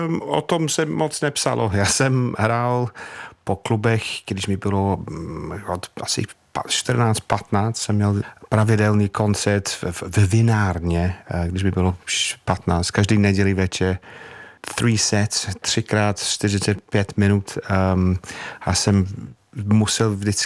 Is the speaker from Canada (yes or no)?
no; Manchester, North West England, United Kingdom; now in Czech Republic; já jsem byl moc mladý na … a pak jsem byl na … párkrát, ale pak jsem odešel z Manchesteru, tak jsem ten Manchester jsem zažil jenom úplně konce